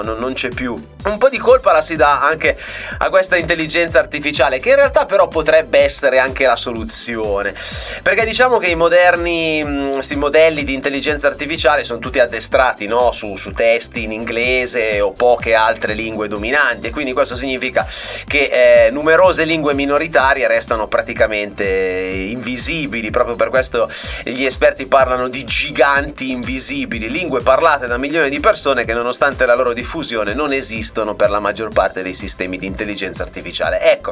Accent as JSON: {"language": "Italian", "town": "Gallarate", "region": "Lombardy", "country": "Italy", "said": "ogni tanto mi cimento, specie quando sono con mio padre, nel dialetto. Io vengo da Gallarate, da quella zona."}